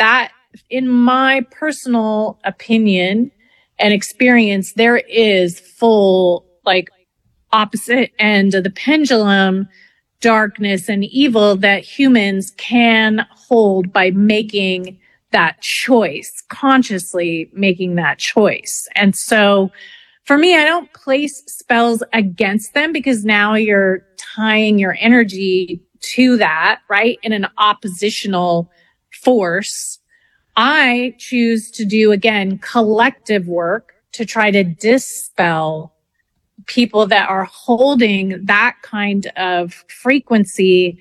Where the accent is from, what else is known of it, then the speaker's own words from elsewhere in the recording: Canada; And I'm French Canadian.